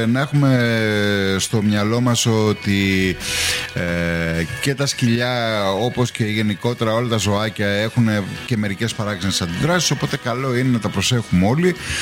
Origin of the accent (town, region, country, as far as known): Kefalonia, Ionian Islands, Greece; born or raised there